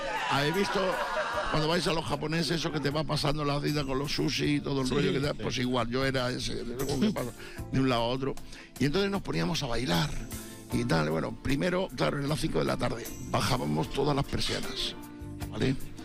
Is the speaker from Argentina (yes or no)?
no; Badajoz, Extremadura, Spain; en Badajoz, en mi tierra